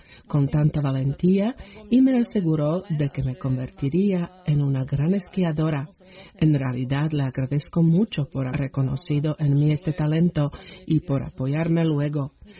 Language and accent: Spanish; southern Slovakia, Slovakia; provengo del sur de Eslovaquia y aunque no se trata de una tierra plana, tampoco es montañosa y en mi familia tampoco se esquiaba.